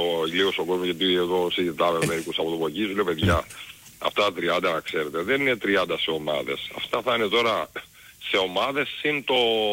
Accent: Chania, Crete, Greece; αλλά εγώ είμαι από τα Χανιά όμως.

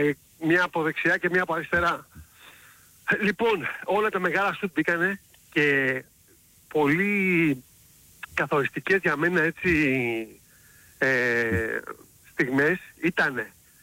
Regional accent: Bristol, South West England, United Kingdom; από τον Μπρίστολ.

